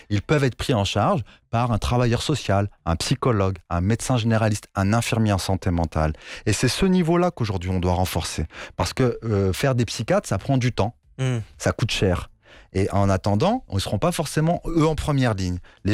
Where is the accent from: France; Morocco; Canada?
Morocco; je suis marocain, un maghrébi